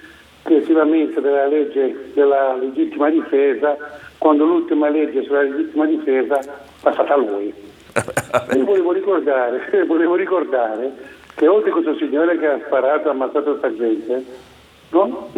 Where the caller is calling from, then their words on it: Ponte Carrega, Liguria, Italy; Sono da Ponte Carrega.